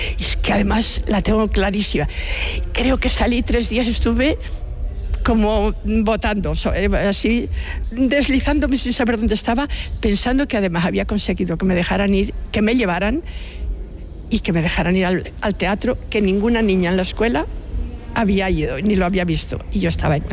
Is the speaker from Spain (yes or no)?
yes; Colinas de Trasmonte, Castile and León, Spain; bueno, el pueblo se llama Colinas de Trasmonte. Es un pueblo pequeñito de la provincia de Zamora. A ver, casi insignificante, pero para mí es mi pueblo y es maravilloso.